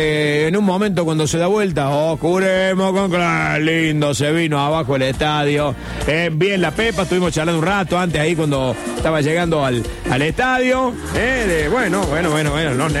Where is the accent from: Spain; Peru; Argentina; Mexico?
Argentina; Sí, soy argentino. Sí, señor.